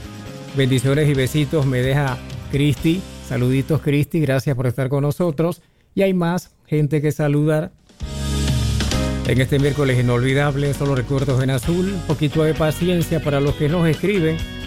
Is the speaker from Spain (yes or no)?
no; Panama; Como panameños, pues todos anotamos el pronóstico a favor de nuestra sele